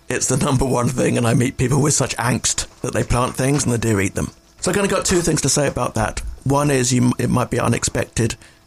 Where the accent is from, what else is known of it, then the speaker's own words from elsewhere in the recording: England, United Kingdom; moved away; As a child growing up in England, I loved nature.